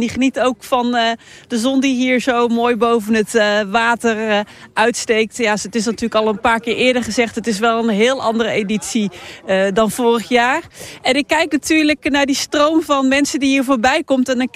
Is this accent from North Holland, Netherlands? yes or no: no; Zeeland, Netherlands; Wij zijn natuurlijk als Zeeuwen heel erg trots op deze kustmarathon.